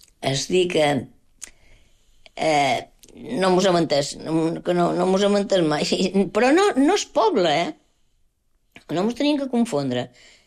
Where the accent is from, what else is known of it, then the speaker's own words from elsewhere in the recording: Balearic Islands, Spain; Jo, de Menorca, he nascut a Menorca, però m'ha agradat molt tot el Louis Vicent.